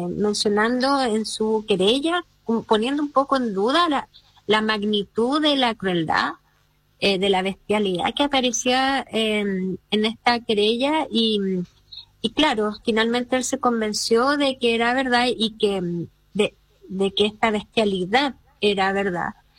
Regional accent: Chile; de las que nosotros también como chilenos nos fuimos enterando

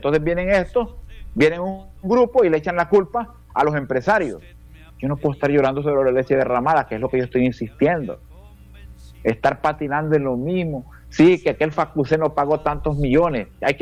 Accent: Honduras; ¿Usted cree que yo como hondureño puedo estar contento?

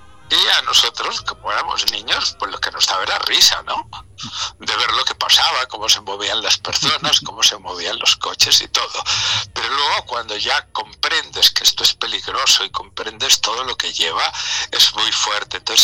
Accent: Spain

